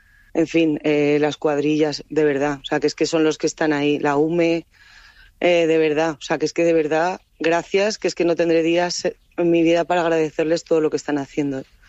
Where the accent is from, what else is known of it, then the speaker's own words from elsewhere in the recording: Aragon, Spain; Pues es que es devastador, pero no solamente es mi pueblo, porque está los pueblos de alrededor